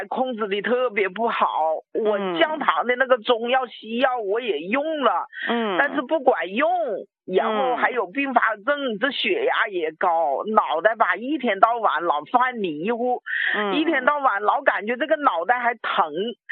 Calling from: Wuhan, Hubei, China; 我是武汉的

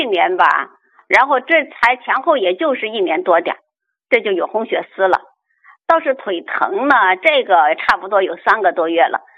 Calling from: Fuyang, Anhui, China; 我呀是安徽阜阳的，我这年纪倒不是特别大，今年呢53了

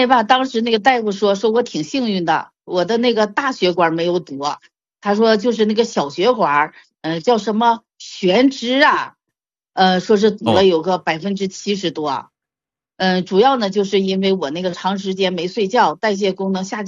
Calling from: Shenyang, Liaoning, China; 我是沈阳人

